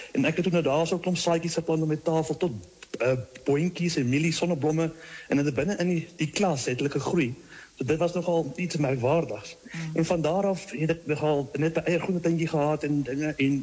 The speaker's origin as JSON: {"language": "Afrikaans", "town": "Meyerton", "region": "Gauteng", "country": "South Africa", "said": "Ek is afkomstig van Meyerton hier in die Midvaal omgeving Gauteng area, ja."}